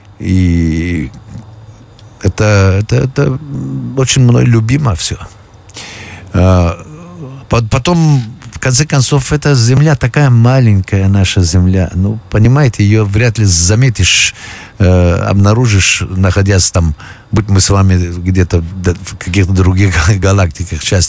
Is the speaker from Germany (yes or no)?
no; Afghanistan; Я с благодарностью принимаю то, что я родился в Афганистане и принял, ну, хотя бы частью благородства и характера и мужества своего народа.